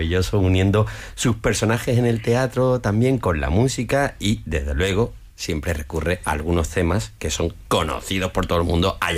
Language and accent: Spanish; Málaga, Andalusia, Spain; ¿Y eso que soy de Málaga?